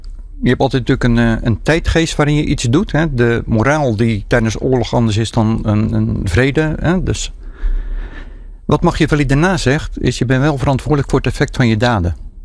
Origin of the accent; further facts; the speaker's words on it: Rotterdam, South Holland, Netherlands; En dan ben ik echt Rotterdammer in hart en nieren.